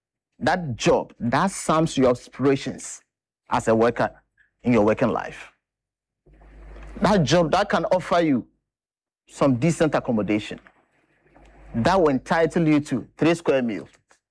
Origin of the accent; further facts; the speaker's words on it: Bono, Ghana; now in Greater Accra, Ghana; I'm not from this region, Greater Accra region, I'm from Borno region, and I know I'm here as a result of migration.